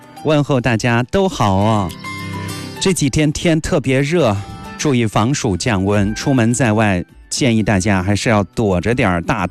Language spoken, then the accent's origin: Chinese; Shuyang, Jiangsu, China; 我们沭阳的方言叫螃蟹流